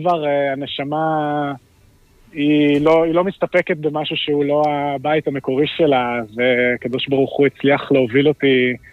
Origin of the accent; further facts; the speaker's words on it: Herzliya, Tel Aviv District, Israel; בן 26, וגדלתי בהרצליה, בבית חילוני לחלוטין, בחינוך חילוני, בית ספר חילוני.